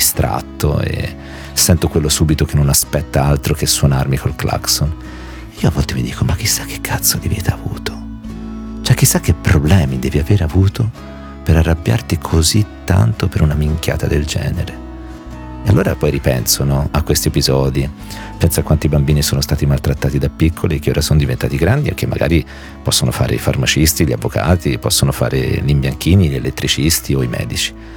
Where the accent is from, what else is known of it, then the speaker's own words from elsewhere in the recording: Genoa, Liguria, Italy; Sì, sì, sì, sì, sì, anche da genovese